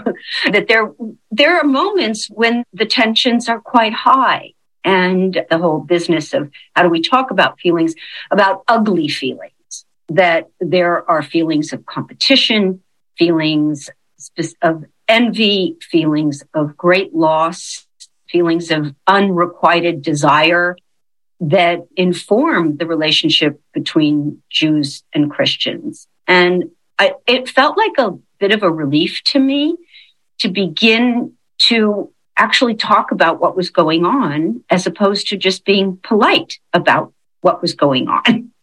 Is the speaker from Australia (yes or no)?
no; Los Angeles, California, United States; born there; So I was born in Los Angeles. My parents were not religious, but my father was a very literate Jew and passionate about Israel and passionate about Hebrew.